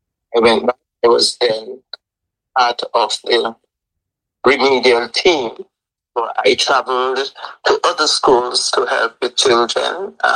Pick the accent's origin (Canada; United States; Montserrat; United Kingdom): Montserrat; moved away as an adult; also born or lived in Plymouth, Montserrat; Well, I was born in Dyer's. I grew up in this village. I went to school in Plymouth